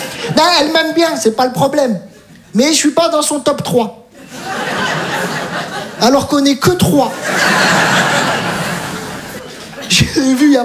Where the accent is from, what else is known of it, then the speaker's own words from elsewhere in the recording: Metz, Grand Est, France; Je viens de Metz, j'ai tout abandonné.